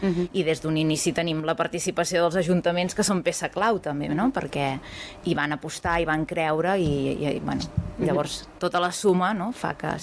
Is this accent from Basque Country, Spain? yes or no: no; Castelltallat, Catalonia, Spain; jo sóc de Castelltallat